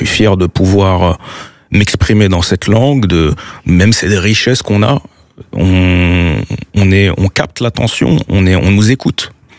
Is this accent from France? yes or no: yes; France; En tant que Français, issu d'immigration